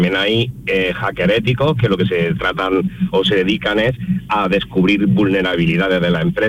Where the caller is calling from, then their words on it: Linares, Andalusia, Spain; Desde Linares, Jaén.